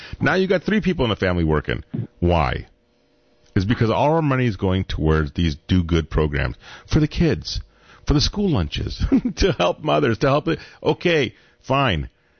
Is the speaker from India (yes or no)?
no; Iran; I came from Iran. I'm a Syrian Christian. In Iran, you don't get to have, you know, they don't like you to have churches or whatever.